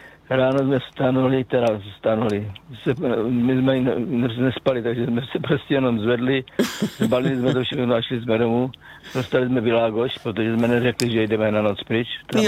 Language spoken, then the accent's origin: Czech; South Moravian Region, Czechia; protože jsme vlastně tam byli taková partia z celé republiky, tam byli kluci z A6 z Prahy a tak dále, a já jsem tam z Jižní Moravy, takže na víkendy jsme nepravidelně jezdili domů